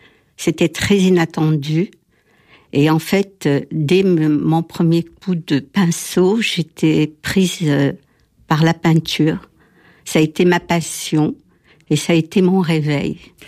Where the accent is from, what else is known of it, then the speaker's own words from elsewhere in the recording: Tunisia; born there; moved away; Je suis née en Tunisie, j'ai quitté la Tunisie après les événements de 67 avec ma famille